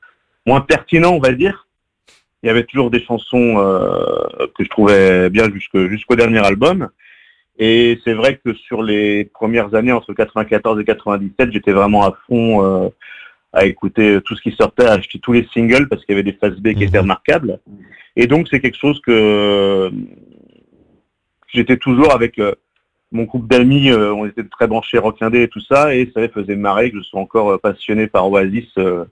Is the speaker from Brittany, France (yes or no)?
yes; Brittany, France; je suis pas anglais, hein, je suis breton